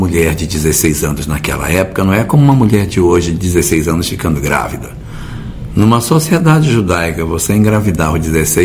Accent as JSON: {"language": "Portuguese", "town": "Macapá", "region": "Amapá", "country": "Brazil", "tie": "born there", "also_born_or_lived": "Porto Velho, Rondônia", "moved": "as an adult", "lives_now": "Curitiba, Brazil", "said": "eu sou nascido no Amapá, na cidade de Macapá. Conheci o movimento espírita em 1980, quando eu tinha 17 anos, e em 1987 eu me transferi para Porto Velho"}